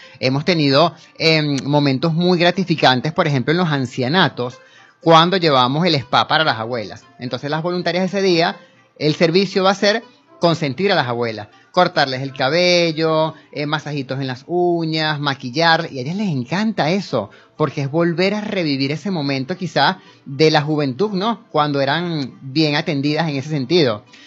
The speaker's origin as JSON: {"language": "Spanish", "country": "Venezuela", "said": "una arepa que nos representa como venezolanos"}